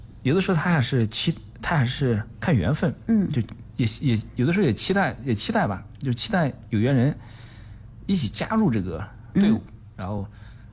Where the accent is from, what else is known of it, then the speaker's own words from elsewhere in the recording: Linfen, Shanxi, China; 是在我们家乡，是在湘肥，是在临汾。